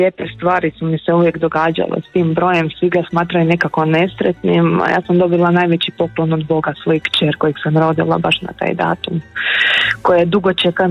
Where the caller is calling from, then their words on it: Zagreb, City of Zagreb, Croatia; Iz Zagreba zovem